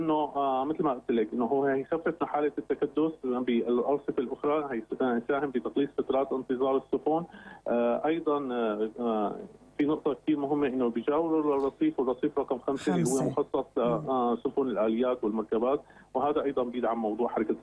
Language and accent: Arabic; Syria